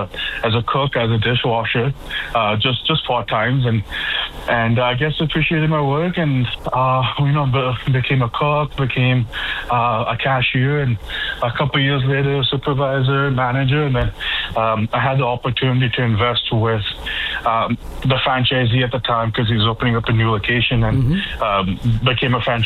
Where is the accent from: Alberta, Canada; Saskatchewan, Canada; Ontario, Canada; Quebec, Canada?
Alberta, Canada; Edmonton; moved away as an adult; also born or lived in Moncton, New Brunswick; now in Newfoundland, Canada; So in Edmonton, Alberta, I was born and brought up there. I was there until the age of 25. What brought me out east, and originally I landed in Moncton, New Brunswick, but I've been spending about most of my time here on the island